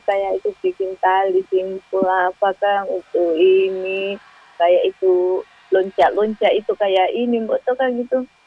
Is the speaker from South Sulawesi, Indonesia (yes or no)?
yes; Makassar, South Sulawesi, Indonesia; born there; moved away; saya kan di Makassar, jadi tidak bisa ke daerah kan